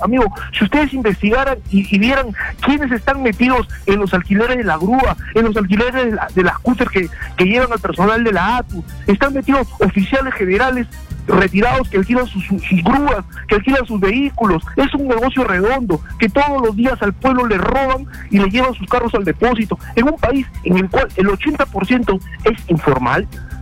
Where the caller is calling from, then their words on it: Lima, Peru; de Puente Piedra